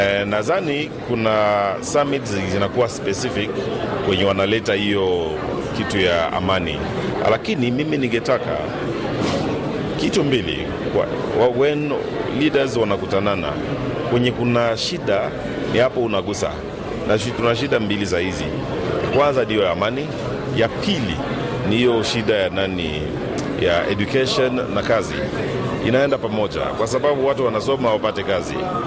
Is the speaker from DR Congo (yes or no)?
yes; Eastern Congo, DR Congo; now in Nairobi, Kenya; Mimi nimetoka Congo, Eastern Congo, na ninajua namna gani watu wamesumbuka huko.